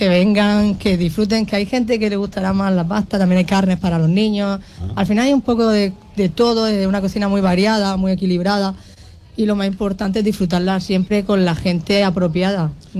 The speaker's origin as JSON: {"language": "Spanish", "town": "Almería", "region": "Andalusia", "country": "Spain", "said": "Mi padre era italiano, yo soy de aquí de Almería"}